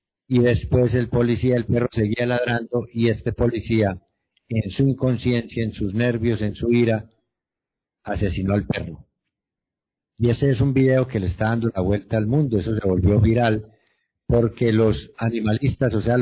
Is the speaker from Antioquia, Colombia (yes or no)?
yes; Rionegro, Antioquia, Colombia; en mi pueblo, en la ciudad de Río Blanco, Antioquia.